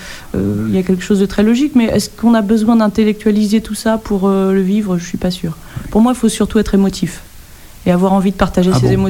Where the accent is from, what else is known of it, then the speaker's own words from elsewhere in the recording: Trouville-sur-Mer, Normandy, France; Je suis originaire de Normandie